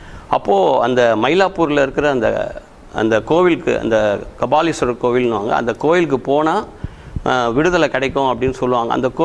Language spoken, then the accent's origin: Tamil; Chennai, Tamil Nadu, India; born or raised there